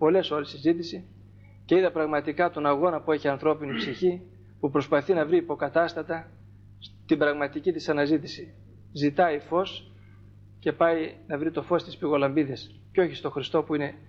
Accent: Thessaly, Greece

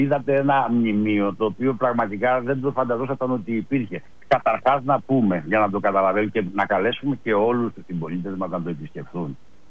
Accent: Patras, West Greece, Greece; Νομίζω και εγώ αυτό θα κρατούσα σαν πατρινός. Γιατί είμαστε πατρινοί, κύριε Ξανάλατε, και εγώ και εσείς.

